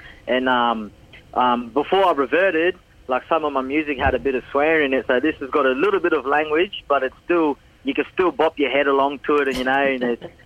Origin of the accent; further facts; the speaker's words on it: Sydney, New South Wales, Australia; also born or lived in Anala; And we grew up in Sydney as well with our dad, and then grew up in Anala with our mum.